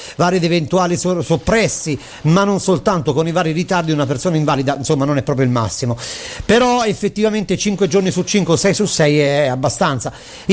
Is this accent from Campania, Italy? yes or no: yes; Campania, Italy; mi permette tranquillamente di essere qua al mio paese. Un saluto dalla Campania.